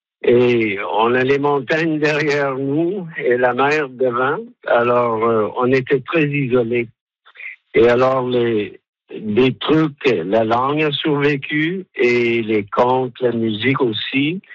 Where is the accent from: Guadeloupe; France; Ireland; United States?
Ireland; French is a second language; moved away; moi je viens du sud-ouest de l'Irlande. On appelle ça la dernière paroisse avant l'Amérique. C'est l'extrême point à l'ouest de l'Europe. Et on a les montagnes derrière nous et la mer devant.